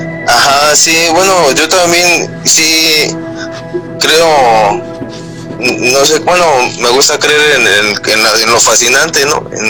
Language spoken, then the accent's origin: Spanish; Mexico City, Mexico; Yo soy de la Ciudad de México, Iztapalapa.